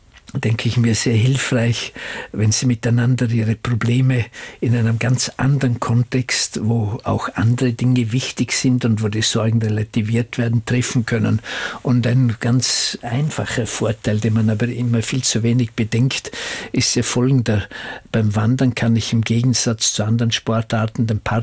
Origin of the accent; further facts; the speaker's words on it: Vorarlberg, Austria; Als Vorarlberger